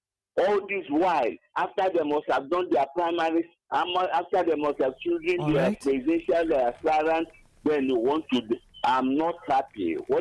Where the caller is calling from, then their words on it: Abopani, Enugu State, Nigeria; I'm calling from Abopani, Enugu.